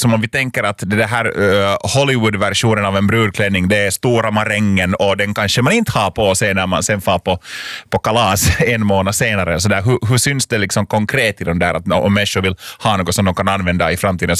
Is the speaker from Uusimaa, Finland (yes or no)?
yes; Lapinjärvi, Uusimaa, Finland; då sände vi från Lappträsk, från min hemkommun